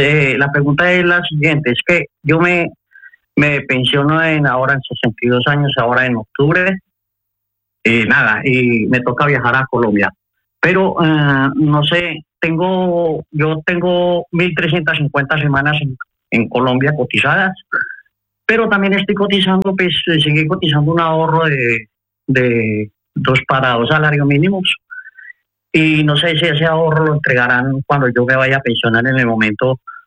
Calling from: Bilbao, Basque Country, Spain; Yo estoy llamando otra vez de Bilbao

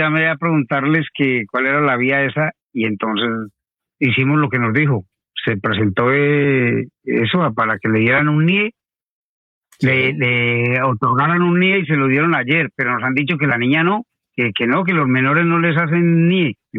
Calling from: Madrid, Community of Madrid, Spain; de Madrid

